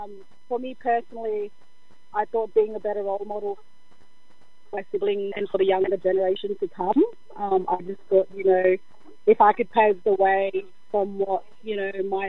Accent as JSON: {"language": "English", "town": "Cairns", "region": "Queensland", "country": "Australia", "tie": "born or raised there", "said": "I'm a proud Samul and Panai woman from Mabiyog. So, I was born and raised in Cairns."}